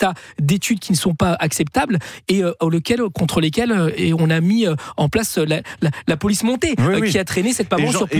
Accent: Chile; now in France; puisque je ne suis pas né en France. Mais c'est quelque chose qui a eu lieu dans mon pays d'origine. Rappelez-vous, au Chili

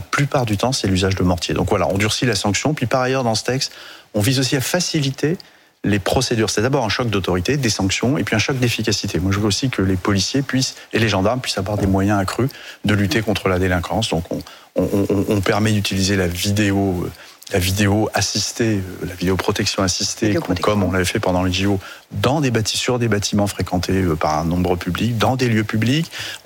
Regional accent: Centre-Val de Loire, France; un polygone militaire que je connais bien, puisque je suis originaire du département du Cher. Je connais bien cette zone.

